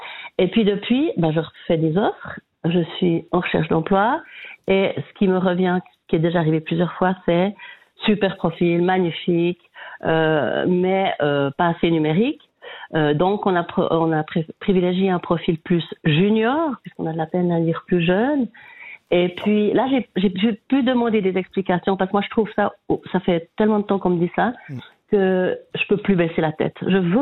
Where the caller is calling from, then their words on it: Fribourg, Switzerland; J'appelle de Fribourg.